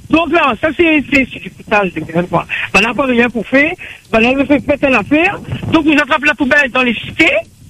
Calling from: Saint-Pierre, Réunion; Moi, je suis à Saint-Pierre, devant le lycée Paul Hermann.

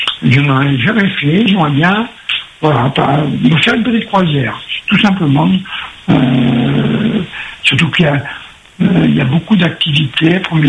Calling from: Nouvelle-Aquitaine, France; j'habite donc à Métropole, j'habite en Gironde, voilà. Je suis à la retraite depuis 18 ans

